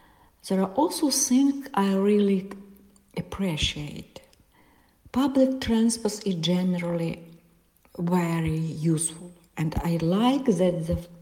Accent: Dakar, Senegal; moved away as an adult; now in Hamburg, Germany; I am 27 years old and I come from Dakar, Senegal.

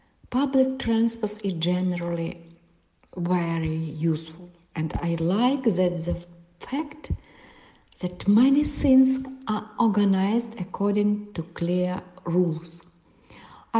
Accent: Dakar, Senegal; moved away as an adult; now in Hamburg, Germany; I am 27 years old and I come from Dakar, Senegal. I haven't been living in Germany for about 4 years. I moved to Hamburg in 2022.

